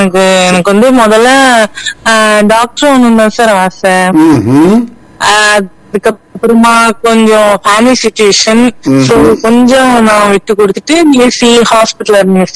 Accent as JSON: {"language": "Tamil", "region": "Kerala", "country": "India", "tie": "born or raised there", "moved": "yes", "said": "எங்க சொந்த ஊர் வந்து கேரளா சார். மை நேட்டிவ் வந்து கேரளா தான் சார்."}